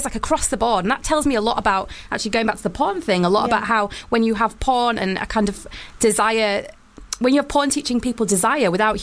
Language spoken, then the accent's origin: English; Wakefield, Yorkshire and the Humber, United Kingdom; Yeah, I've always been gobby, and I'm from Yorkshire, for God's sake.